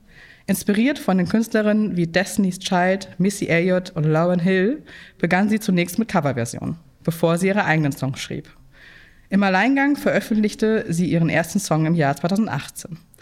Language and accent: German; Bremen, Germany; ich bin eine schwarze Frau, ich bin 37 Jahre alt und ebenfalls Teil der AG Antidiskriminierung. Ich bin auch in Bremen aufgewachsen und moderiere heute zum ersten Mal.